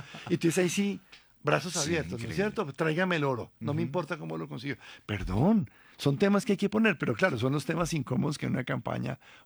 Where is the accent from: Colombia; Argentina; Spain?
Colombia; Si nosotros como colombianos entendemos e interiorizamos, ajá, que llegará el momento en que tendremos que tributar para mantenerla.